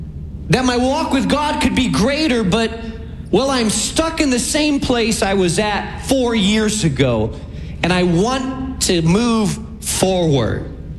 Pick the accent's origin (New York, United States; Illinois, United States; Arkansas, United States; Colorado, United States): Illinois, United States; Chicago; I mean, we're from Chicago, so we've all experienced in the middle of a bad winter how your car gets stuck in an alley or in a parking space